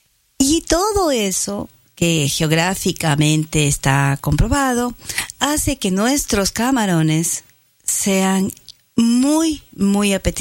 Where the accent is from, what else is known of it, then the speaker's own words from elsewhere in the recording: Ecuador; no es que soy ecuatoriana